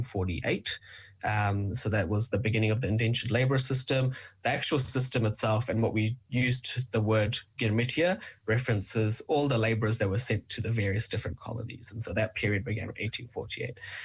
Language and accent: English; Fiji; Our parents, my grandparents, my great grandparents have all been born and raised in Fiji as well. So we have a very close connection to Fiji. And so we didn't think much of it at that time. You know, it's Fiji, we're Fijian Indian